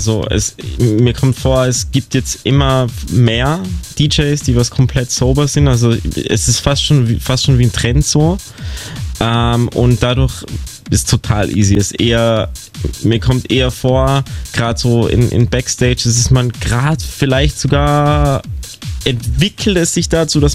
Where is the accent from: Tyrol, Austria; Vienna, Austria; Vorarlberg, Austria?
Tyrol, Austria; now in Berlin, Germany; ich komme ja aus Tirol, Österreich, da ist der Winter, ja, vom Wetter her zumindest um einiges schöner.